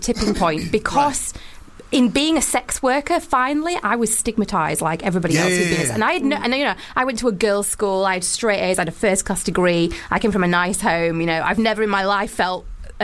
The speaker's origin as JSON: {"language": "English", "town": "Wakefield", "region": "Yorkshire and the Humber", "country": "United Kingdom", "said": "Yeah, I've always been gobby, and I'm from Yorkshire, for God's sake."}